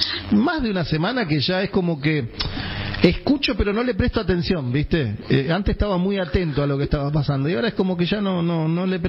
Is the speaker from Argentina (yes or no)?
yes; Argentina